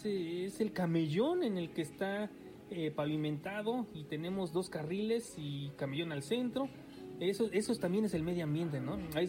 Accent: Mexico; nosotros como mexicanos

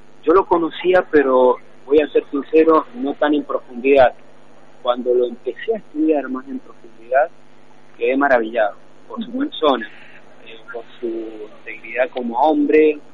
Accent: San Martín, Argentina; vengo de San Martín precisamente

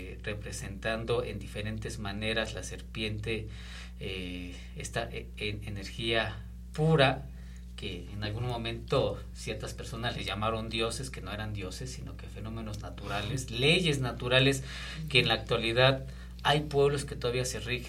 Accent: Mexico

